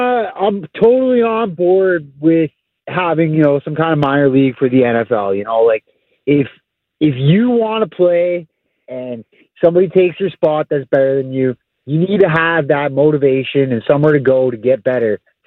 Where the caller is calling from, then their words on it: Ontario, Canada; I'm booming from Ontario, too.